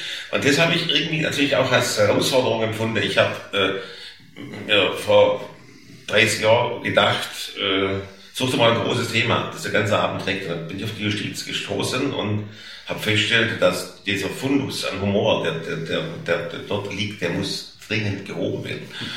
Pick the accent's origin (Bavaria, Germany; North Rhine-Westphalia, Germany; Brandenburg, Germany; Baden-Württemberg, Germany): Baden-Württemberg, Germany; Stuttgart; accent: Swabian; ich komme aus Stuttgart, spreche aber Oxford-Schwäbisch